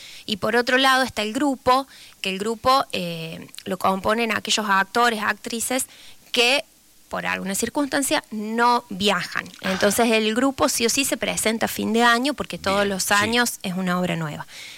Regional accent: Hernando, Córdoba, Argentina

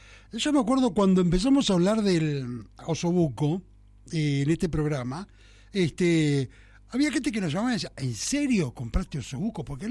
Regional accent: Argentina; Así somos los argentinos

